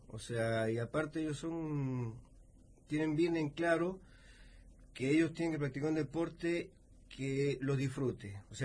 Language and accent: Spanish; Atuel Norte, Mendoza, Argentina; now in San Rafael, Argentina; De Atún Norte. Mis orígenes son de Atún Norte, después me trasladé a Villatún unos años, después a partir del año 90 y del 90 más o menos estoy viviendo acá en San Rafael.